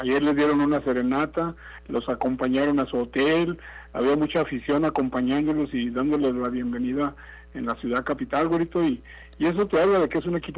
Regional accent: Mexico; Pues yo soy mexicano.

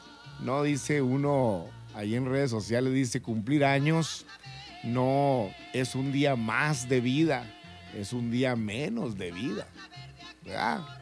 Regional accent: Sonora, Mexico; moved away as an adult; now in Nogales, Mexico; Yo la verdad en lo particular vengo de tierra caliente, del Valle del Mayo.

